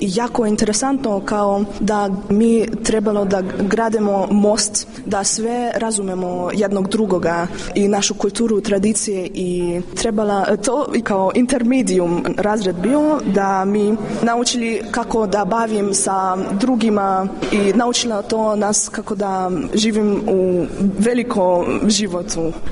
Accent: Szeged, Csongrád-Csanád, Hungary; born there; Serbian is a second language; now in Budapest, Hungary; Jako volim srpsku kulturu, ja sam rođena u Segedinu. Blizu je, naravno, Srbija i mi tamo proveli puno leta, raspusta i imamo tamo drugari.

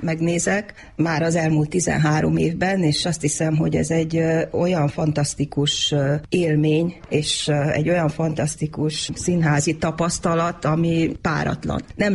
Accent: Satu Mare, Satu Mare County, Romania; Nagyon büszke vagyok rá, hogy a szülővárosom színházának előadásával nyitottuk meg a MITEM-et

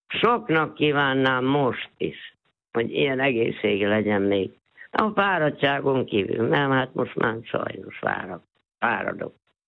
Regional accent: Újfehértó, Szabolcs-Szatmár-Bereg, Hungary; 9 kilométer messziről Újfehértó mellett az Erdődi tanyán laktunk egy tanyán ott is, hát én ott születtem a szalmakadar tövébe

